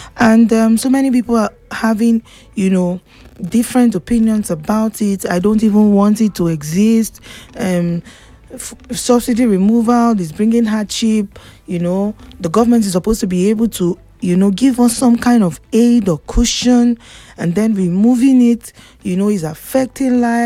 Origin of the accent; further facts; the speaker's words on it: Nigeria; Nigeria, now our country